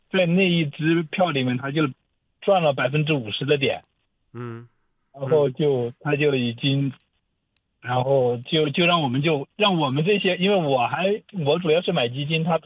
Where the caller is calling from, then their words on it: Dongguan, Guangdong, China; 我也是东莞的